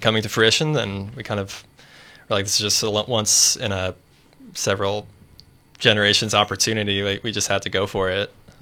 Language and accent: English; Seattle, Washington, United States; growing up in Seattle and having this be a little bit more available